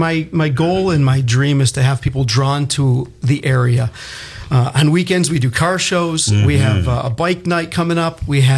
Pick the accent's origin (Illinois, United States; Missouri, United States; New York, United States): New York, United States; Solvay; Born and raised in Solvay.